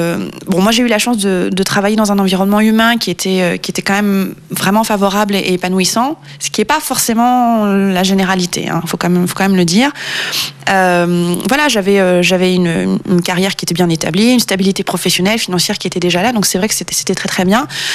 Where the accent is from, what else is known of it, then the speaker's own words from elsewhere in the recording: France; born there; Milieu social, bon, je suis née en France, milieu, je vais dire, lambda.